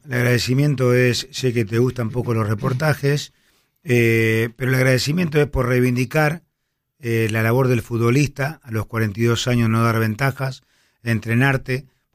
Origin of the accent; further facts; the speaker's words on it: Junín, Buenos Aires Province, Argentina; Mira vos, yo soy de Junín, me lo crucé en la verdulería.